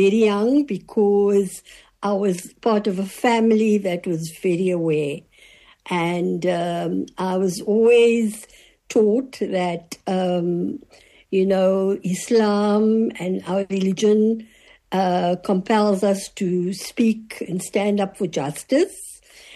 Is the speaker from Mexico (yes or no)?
no; Cape Town, Western Cape, South Africa; also born or lived in Claremont; so we moved to Wynberg, where we did own the home. And so for most of my life, I was Wynberg-based. Mm-hmm. And I am currently still in Wynberg, oh, the same property my father bought 65 years ago.